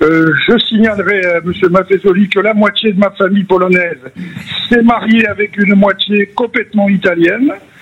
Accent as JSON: {"language": "French", "town": "Homécourt", "region": "Grand Est", "country": "France", "tie": "born or raised there", "moved": "yes", "lives_now": "Bordeaux, France", "said": "Je vivais dans un village qui s'appelait Omécourt, 8000 habitants."}